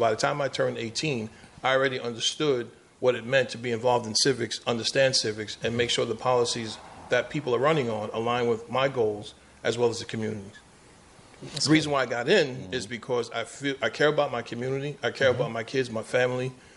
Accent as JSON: {"language": "English", "town": "Queens", "region": "New York", "country": "United States", "tie": "born or raised there", "said": "My boy Mike and I grew up in Queens."}